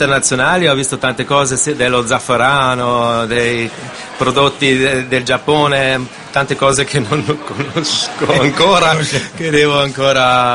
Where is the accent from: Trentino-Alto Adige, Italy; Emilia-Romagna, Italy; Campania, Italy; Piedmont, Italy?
Trentino-Alto Adige, Italy; Tiso; Allora io rimango a Tiso, perché io sono di Tiso.